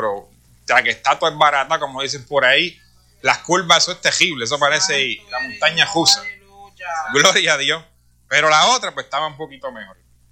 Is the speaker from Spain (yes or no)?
no; Mayagüez, Puerto Rico; en mi pueblo, en Mayagüez, Puerto Rico